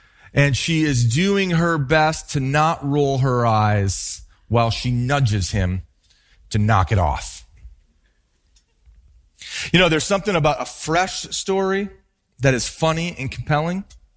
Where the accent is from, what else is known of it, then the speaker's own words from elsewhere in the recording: Minnesota, United States; Growing up in Minnesota, where hockey is the king of sports, one of those common responses would be … you play hockey?